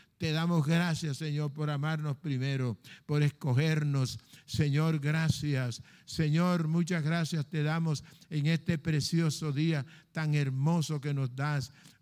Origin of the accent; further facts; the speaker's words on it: Colombia; Padre, oramos por nuestro país Colombia